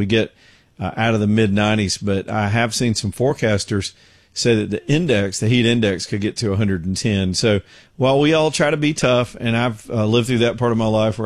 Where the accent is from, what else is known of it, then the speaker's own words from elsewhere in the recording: the South, United States; I'm a Southerner. I grew up in the South, spent 99.9% of my life here.